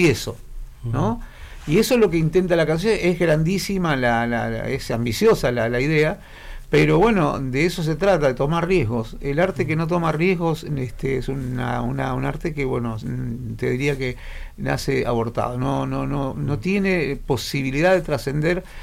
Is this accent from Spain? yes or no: no; Río Turbio, Santa Cruz, Argentina; Somos santacruceños y somos del viento, ¿no?